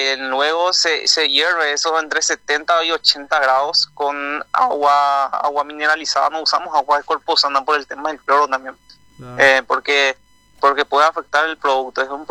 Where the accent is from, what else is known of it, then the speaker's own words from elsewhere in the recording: Itauguá, Central, Paraguay; Estamos en la compañía de Potrerito, a 5 a 6 minutos más o menos del centro.